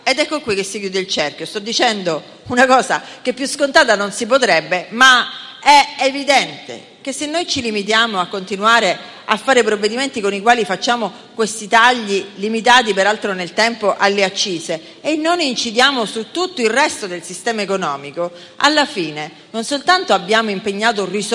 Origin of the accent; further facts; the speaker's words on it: Sicily, Italy; Io sono un'isolana, sono siciliana